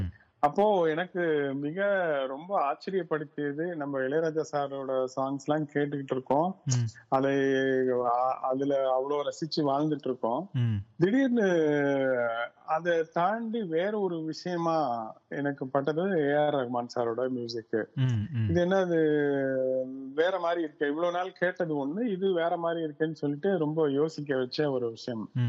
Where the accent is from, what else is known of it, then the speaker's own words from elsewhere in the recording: Salem, Tamil Nadu, India; now in Chennai, India; So நான் சேலம் தான் படிச்சது எல்லாம், இது ஆர்ட்ஸ் காலேஜ், சேலம் ஆர்ட்ஸ் காலேஜ்ல தான் படிச்சிருந்தேன். அப்புறம் பாரதி வித்யாலயா பள்ளியில தான், சேலம்ல தான் படிச்சேன். அதுக்கப்புறம் தான் என்னுடைய இது சென்னை நோக்கி வந்தேன்.